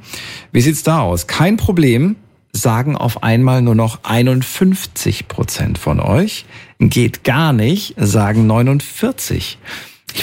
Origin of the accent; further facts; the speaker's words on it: Thuringia, Germany; bin ja aus Thüringen und so weiter, und da war FKK ganz normal, ne, in der ehemaligen, ja, DDR.